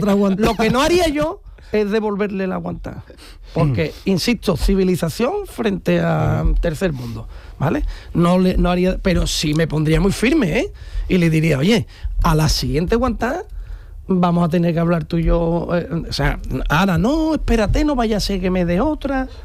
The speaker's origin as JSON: {"language": "Spanish", "country": "Spain", "said": "una reflexión que a mí personalmente me duele como español, ¿no?"}